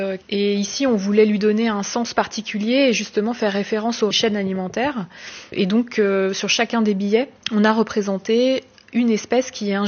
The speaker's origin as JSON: {"language": "French", "region": "Brittany", "country": "France", "tie": "born or raised there", "said": "Alors moi, j'ai grandi en Bretagne, à côté de la mer."}